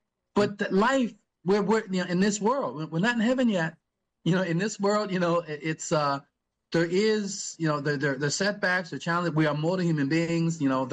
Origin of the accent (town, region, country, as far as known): United States; born or raised there